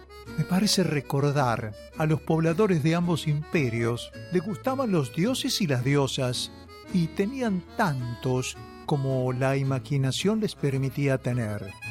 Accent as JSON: {"language": "Spanish", "town": "Chivilcoy", "region": "Buenos Aires Province", "country": "Argentina", "tie": "born or raised there", "said": "cuando iba al secundario en mi pueblo natal, en Chivilcoy"}